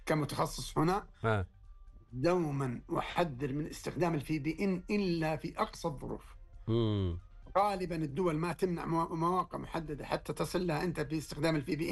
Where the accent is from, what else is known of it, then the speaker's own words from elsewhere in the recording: Saudi Arabia; زي وزارة عندنا في السعودية